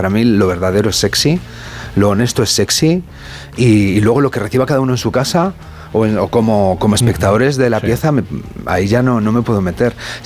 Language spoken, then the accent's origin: Spanish; Valladolid, Castile and León, Spain; Además es de León, yo soy castellano, sí. De Valladolid.